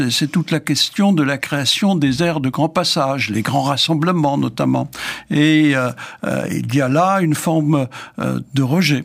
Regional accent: Grand Est, France; Enfin, chez nous en Alsacien, on appelait ça un tziguiner

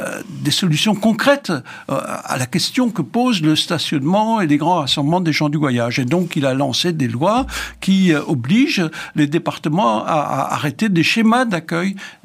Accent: Grand Est, France; Enfin, chez nous, en Alsacien, on appelait ça un tziguinor.

